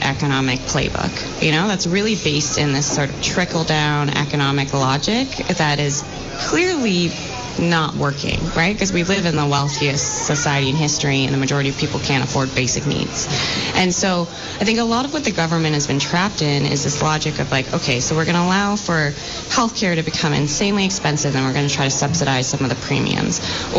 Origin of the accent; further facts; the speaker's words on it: Vermont, United States; I think it's sort of coming from growing up in Vermont